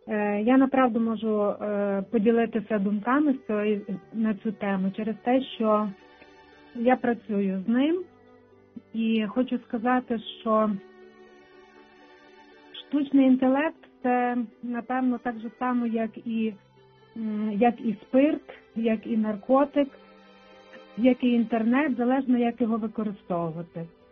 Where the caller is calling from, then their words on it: Ivano-Frankivsk Oblast, Ukraine; я з Прикарпаття, з Івано-Франківської області.